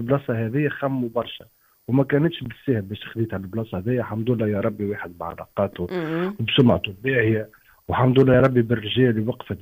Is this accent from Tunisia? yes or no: yes; Tunisia; now in Italy